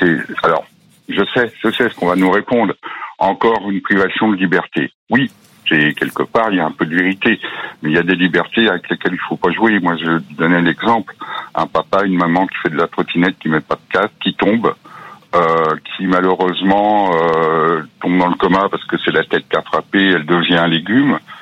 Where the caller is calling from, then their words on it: Ribécourt, Hauts-de-France, France; Ah bah là, je suis au travail, j'appelle de Paris. Sinon, je suis à Ribécourt, dans l'Oise.